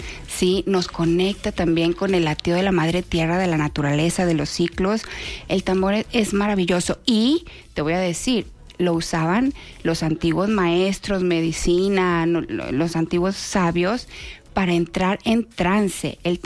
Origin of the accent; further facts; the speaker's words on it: Monterrey, Nuevo León, Mexico; Yo soy de Monterrey y ahí estuve muchos años estudiando piano